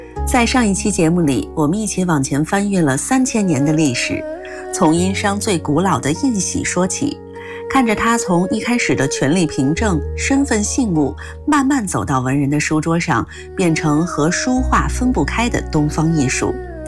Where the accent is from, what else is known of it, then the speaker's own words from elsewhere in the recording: China; 我们中国人